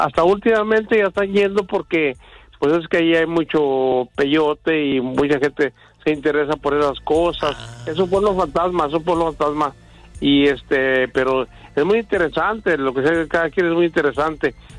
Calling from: Real de Catorce, San Luis Potosí, Mexico; Yo soy de Real de 14.

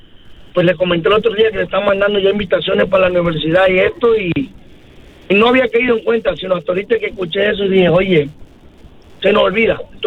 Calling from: Tabasco, Mexico; yo soy tabasqueño de México, de México.

